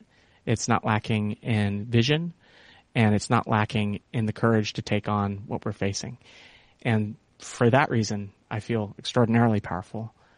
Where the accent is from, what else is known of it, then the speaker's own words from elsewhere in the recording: California, United States; I grew up in the Sierra Nevada mountains of California, and I grew up next to the Yuba River and Lake Tahoe